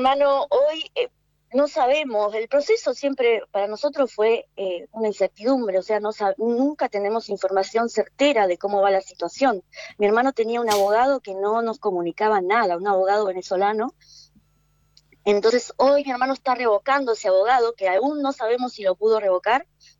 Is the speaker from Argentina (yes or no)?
yes; Argentina; Yo soy argentina, tengo toda mi familia es argentina y nos sentimos abandonados, ¿no?